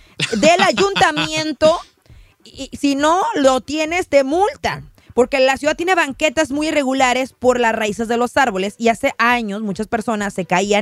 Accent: Rosarito, Baja California, Mexico; now in United States; allá de donde yo soy, allá en Rosarito

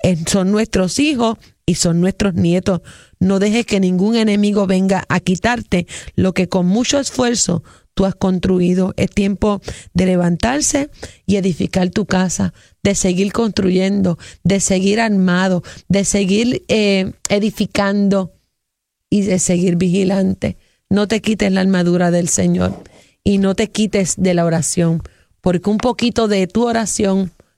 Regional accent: Puerto Rico; nuestro país, Puerto Rico.

